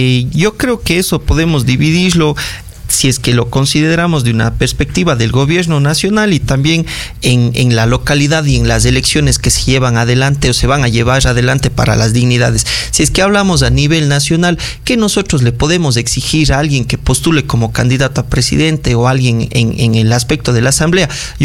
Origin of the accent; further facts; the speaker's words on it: Azogues, Cañar, Ecuador; como miembro de esta sociedad azogueña